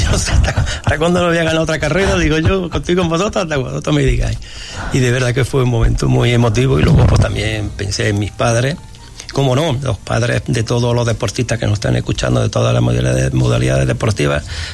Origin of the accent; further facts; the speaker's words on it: Granada, Andalusia, Spain; cuando yo gané la etapa de la Vuelta a España, dije, un granadino ha ganado de nuevo una etapa en la Vuelta a España.